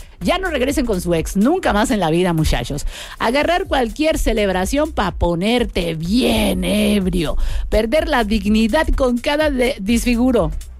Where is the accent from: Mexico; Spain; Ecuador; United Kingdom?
Mexico